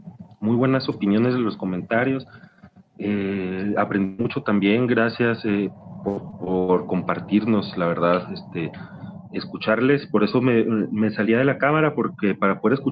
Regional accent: Mexico

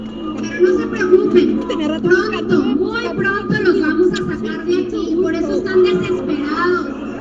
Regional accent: Chihuahua, Mexico; la gran mayoría de los que estamos aquí somos chihuahuenses

